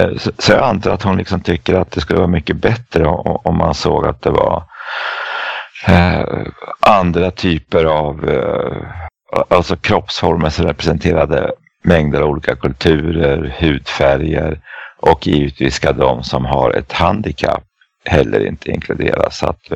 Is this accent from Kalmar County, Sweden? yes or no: no; Eskilstuna, Södermanland, Sweden; born or raised there